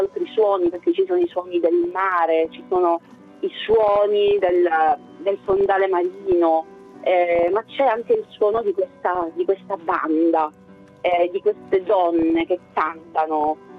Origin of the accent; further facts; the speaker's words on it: Sicily, Italy; io ovviamente conosco il siciliano, è la mia lingua, io sono siciliana puro sangue, per cui il siciliano per me è parte di me. Nonostante questo non è diciamo il linguaggio che io utilizzo usualmente